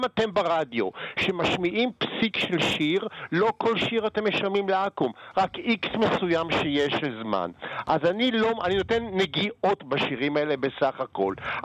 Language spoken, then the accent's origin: Hebrew; Tel Aviv, Tel Aviv District, Israel; אני יליד תל אביב.